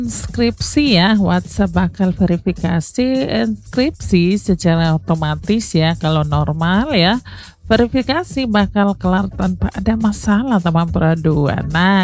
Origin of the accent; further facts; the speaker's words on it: Merauke, South Papua, Indonesia; Iya, kita orang Merauke bilang kalau dia seblokir ya sudah terserah dia, ngapain juga kita mau kepo-kepo ya.